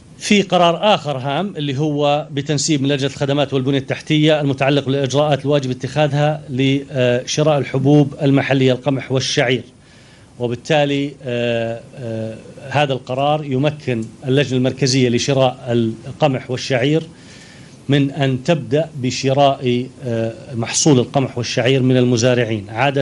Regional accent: Jordan; عندنا في الأردن

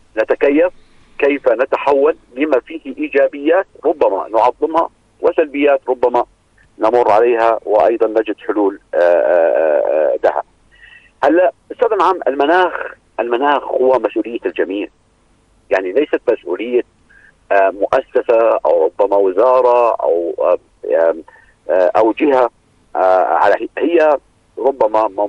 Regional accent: Jordan; نحن كأردنيين.

